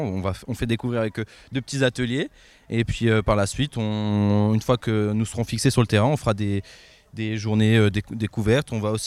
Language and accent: French; Grand Est, France; Chez nous, en Alsace, on a beaucoup de foot. Comme dans chaque village, il y a un club de foot.